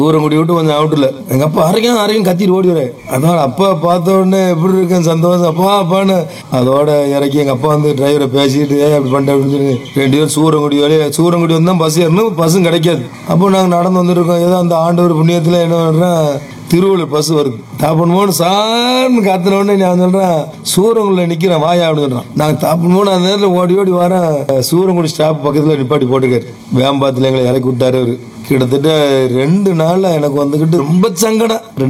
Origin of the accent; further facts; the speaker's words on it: Tamil Nadu, India; நான் பாமன் கிராமத்தை சேர்ந்தவன். எனக்கு வயசு இப்போ ஒரு 52 வயசு ஆகுது.